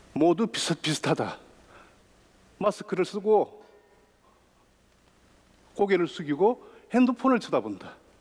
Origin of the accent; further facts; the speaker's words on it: Tongyeong, South Gyeongsang, South Korea; now in Yongin, South Korea; 내 고향은 통영인데 영통을 거꾸로 하면 통영이기 때문이다. 통영의 아름다운 바다와 좋은 사람들이 그립다.